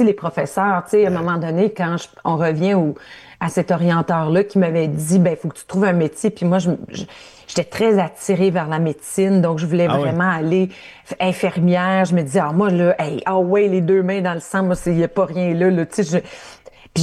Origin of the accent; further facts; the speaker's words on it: Ontario, Canada; je viens de l'Ontario, de l'Ontario francophone